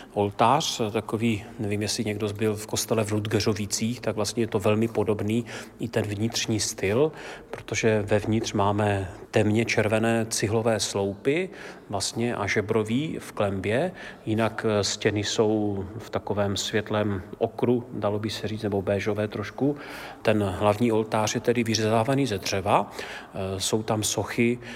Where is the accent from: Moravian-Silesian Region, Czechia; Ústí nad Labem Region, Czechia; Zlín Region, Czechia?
Moravian-Silesian Region, Czechia; Krnov; now in Nový Bohumín, Czech Republic; já si vzpomínám jako kluk v Krnově, já pocházím z Krnova